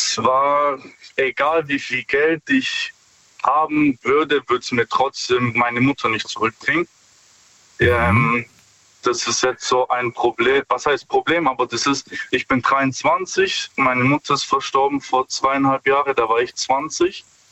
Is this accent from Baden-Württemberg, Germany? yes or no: yes; Stuttgart, Baden-Württemberg, Germany; Ja, hi. Stuttgart.